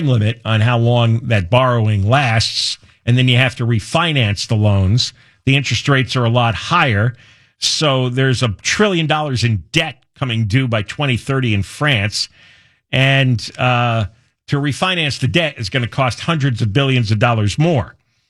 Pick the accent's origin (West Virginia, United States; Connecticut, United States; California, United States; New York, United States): California, United States; They didn't know I was from California.